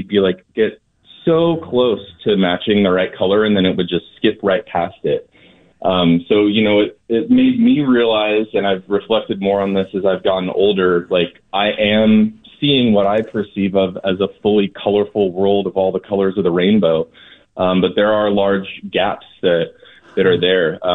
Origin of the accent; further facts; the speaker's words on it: Sacramento, California, United States; I grew up in Sacramento and my mother worked at UC Davis Hospital